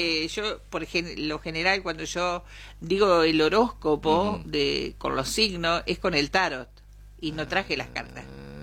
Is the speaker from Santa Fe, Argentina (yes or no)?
no; Victoria, Entre Ríos, Argentina; now in Las Cuevas, Argentina; de Victoria, pero vivo en Las Cuevas.